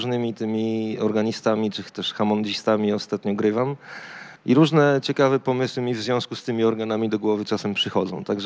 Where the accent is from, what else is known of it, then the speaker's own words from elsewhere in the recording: Łódź, Łódź Voivodeship, Poland; my obaj jesteśmy z Łodzi.